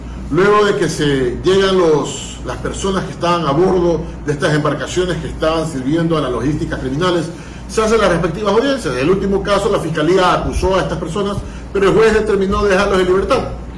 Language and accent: Spanish; Ecuador; Lo que esperamos nosotros como gobierno, como ecuatorianos, es que después de haber demostrado todo lo que ellos han cometido